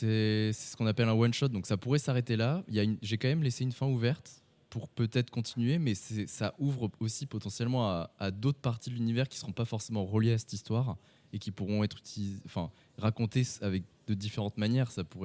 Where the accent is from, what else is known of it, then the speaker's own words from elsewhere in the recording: Nouvelle-Aquitaine, France; now in Limoges, France; Ça fait 2 ans que j'habite à Limoges maintenant. D'accord. Voilà. Oui, je suis du cru.